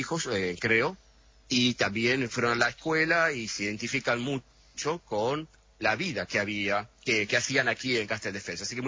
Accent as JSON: {"language": "Spanish", "town": "Bernal", "region": "Buenos Aires Province", "country": "Argentina", "tie": "born or raised there", "also_born_or_lived": "La Plata", "moved": "yes", "lives_now": "Barcelona, Spain", "said": "Nací en La Plata, viví casi toda mi vida en Bernal, en Quilmes, siempre muy ligado a La Plata también"}